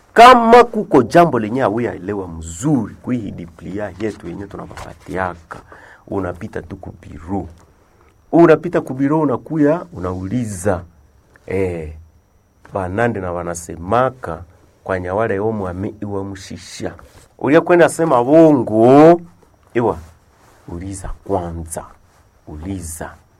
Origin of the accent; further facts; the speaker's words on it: Bulongo, North Kivu, DR Congo; also born or lived in Lume / Mutwanga / Kasindi; lakini ba kule kwetu Bulongo kule kwetu Lume Mutwanga Kasindi